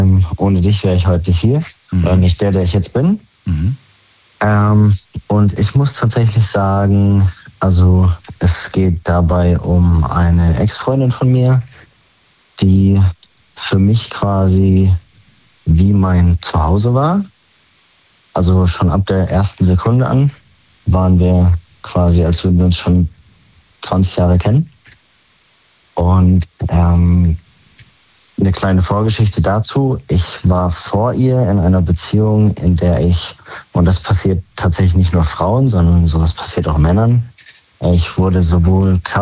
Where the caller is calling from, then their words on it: Freiburg, Baden-Württemberg, Germany; Ich komme aus Freiburg.